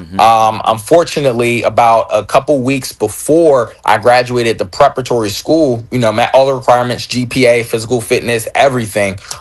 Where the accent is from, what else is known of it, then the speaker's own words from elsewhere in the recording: Philadelphia, Pennsylvania, United States; So born and raised in Philadelphia